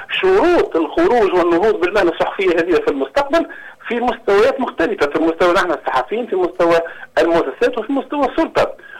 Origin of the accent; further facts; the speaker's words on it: Tunisia; أنا كصحفي تونسي